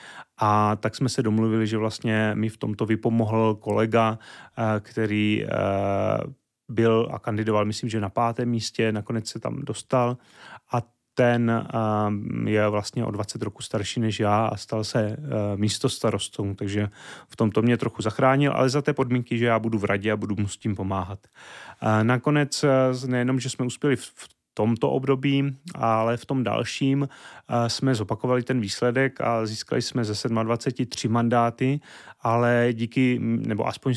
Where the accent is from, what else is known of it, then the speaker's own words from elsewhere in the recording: Šumperk, Olomouc Region, Czechia; dojížděl jsem vždycky z Šumperka a je to proto, protože já si myslím, že za prvé svým založením jsem takový, řekl bych, trochu klidnější člověk, možná jako opravdu z malého města